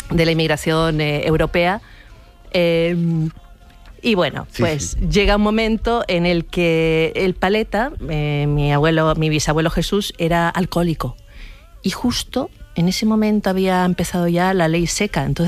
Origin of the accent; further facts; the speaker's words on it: Chile; born there; Sí, bueno, yo nací en Chile, mi madre es chilena, hija de todas las mezcolanzas de ahí de Chile, ¿no? Y mi padre es español.